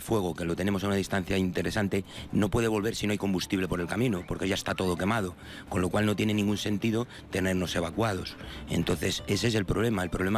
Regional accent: Navas del Rey, Community of Madrid, Spain; Pues la situación de mi pueblo es de desesperación. El problema que ha tenido el municipio de Navas del Rey es que lo ha achicharrado por completo.

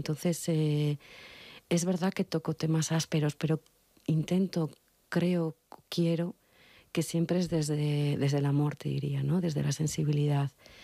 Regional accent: Logroño, La Rioja, Spain; moved away as an adult; also born or lived in Zaragoza; yo que soy de Logroño, pero ya llevaba 4 años viviendo en Zaragoza

